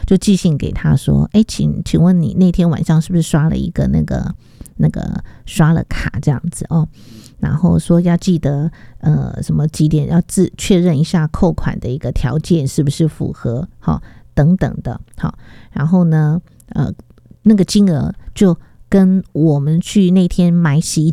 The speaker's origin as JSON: {"language": "Chinese", "country": "Taiwan"}